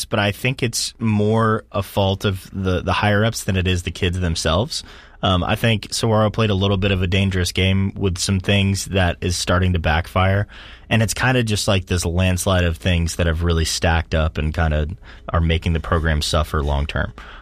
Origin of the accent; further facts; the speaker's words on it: Sugar Land, Texas, United States; now in Tucson, United States; Yeah, he's from Missouri City. I'm from Sugar Land, probably about 10, 15 minutes apart.